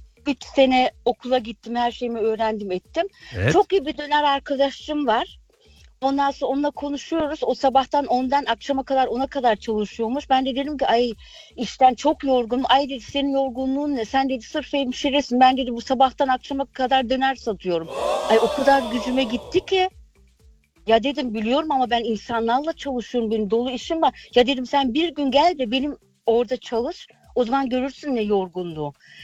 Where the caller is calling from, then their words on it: Rüdersdorf, Brandenburg, Germany; Ben Hüdersdorf'tan arıyorum.